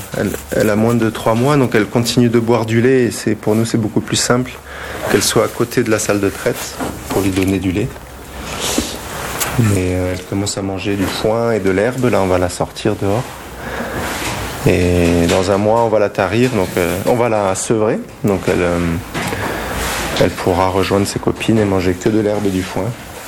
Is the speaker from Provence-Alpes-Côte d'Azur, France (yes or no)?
yes; Provence-Alpes-Côte d'Azur, France; now in Ariège, France; j'ai grandi dans la forêt sans aucun voisin. Donc, je suis originaire de la Provence. Et bon, j'ai grandi dans la forêt